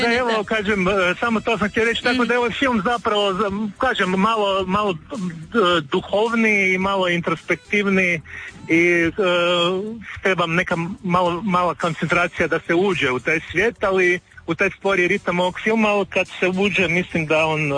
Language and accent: Croatian; Zagreb, City of Zagreb, Croatia; Ja sam iz Zagreba